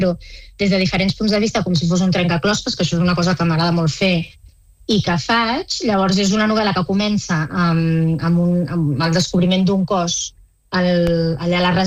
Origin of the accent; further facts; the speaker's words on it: El Prat de Llobregat, Catalonia, Spain; jo sóc del Prat.